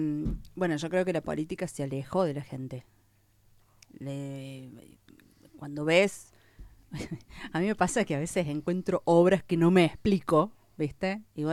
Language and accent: Spanish; Capilla del Monte, Córdoba, Argentina; yo sueño con conducir los destinos de mi pueblo